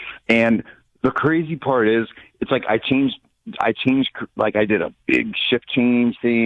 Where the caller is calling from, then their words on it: Wisconsin, United States; That's where I'm from. Hey, you know what? I live in a little community called Hartford. It's a half hour outside of Milwaukee